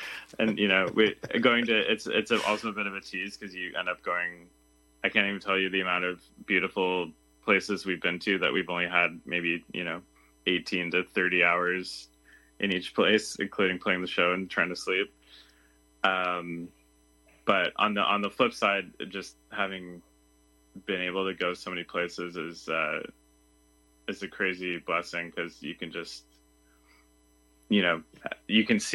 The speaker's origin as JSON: {"language": "English", "town": "Ottawa", "region": "Ontario", "country": "Canada", "tie": "born or raised there", "lives_now": "Toronto, Canada", "said": "I mean, I grew up in Ottawa, but I've spent the last like 15 years, 16 years in Toronto."}